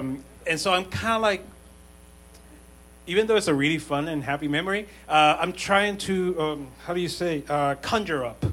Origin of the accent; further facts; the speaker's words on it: Ponce, Puerto Rico; in my hometown, I'm from Ponce, the south of the island, and there's a distillery in there. And I remember growing up and seeing these sugar canes.